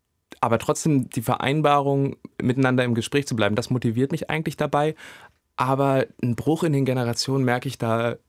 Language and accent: German; Saxony-Anhalt, Germany; ich komme aus Sachsen-Anhalt, ich werde hier nicht mehr hingehen